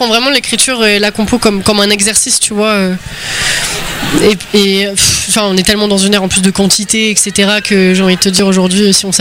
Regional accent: Paris, Île-de-France, France; now in Normandy, France; je viens de Paris en vrai, tu vois. Donc voilà, mais la Normandie m'a adoptée.

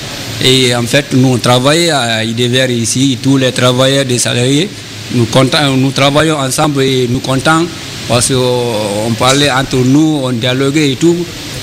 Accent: Guinea; now in France; Je viens de la Guinée-Conakry, République de Guinée.

